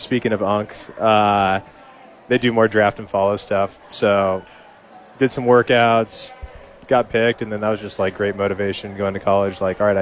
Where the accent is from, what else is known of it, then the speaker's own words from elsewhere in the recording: Pacific Northwest, United States; I'm from the Northwest, okay.